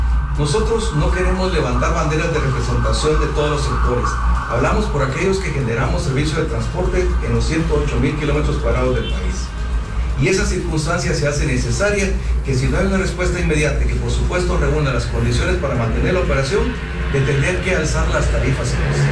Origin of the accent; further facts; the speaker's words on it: Guatemala; Como guatemaltecos y empresarios, nos desligamos de cualquier bloqueo.